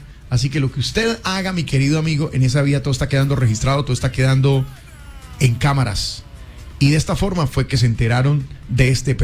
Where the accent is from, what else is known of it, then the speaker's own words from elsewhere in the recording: La Dorada, Caldas, Colombia; now in Villavicencio, Colombia; Hasta mi tierra